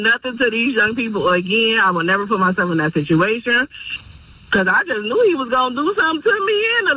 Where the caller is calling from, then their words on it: East Cleveland, Ohio, United States; But I'm from East Cleveland.